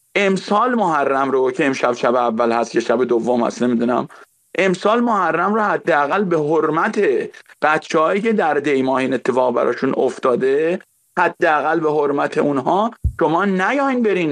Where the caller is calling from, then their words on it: Iran; من نزدیک 40 سالمه، 30 سالش توی هیئت‌ها بزرگ شدم، یعنی نه تقصیر من نبوده، همه ایرانی این شکلی بودن.